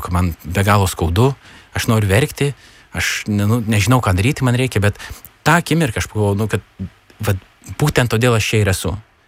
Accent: Mažeikiai, Telšiai County, Lithuania; mes mano gimtajame mieste Mažeikiuose organizavom šeštadienio kavinę.

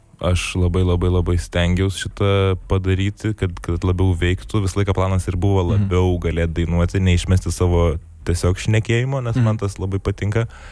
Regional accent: Gargždai, Klaipėda County, Lithuania; aš iš Gargždų esu

